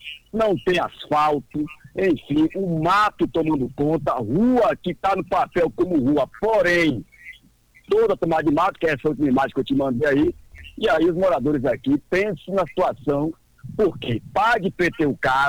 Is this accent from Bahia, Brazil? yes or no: yes; Itabuna, Bahia, Brazil; born there; eu tenho 52 anos de idade, nasci em Itabuna, mas eu abro a boca hoje e digo que eu não conheço Itabuna inteira, apesar de 50 anos de idade.